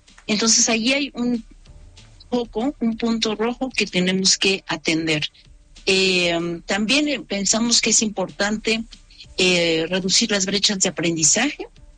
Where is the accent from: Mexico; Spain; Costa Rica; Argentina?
Mexico